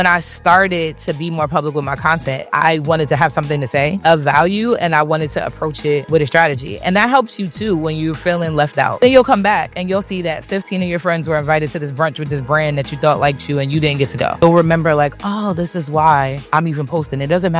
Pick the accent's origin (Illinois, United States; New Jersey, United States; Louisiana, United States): New Jersey, United States; Newark; also born or lived in Irvington, New Jersey / East Orange, New Jersey / Union, New Jersey / Roselle, New Jersey; I'm born and raised in New Jersey, grew up in Newark and Irvington. I previously lived in East Orange and Union and Roselle.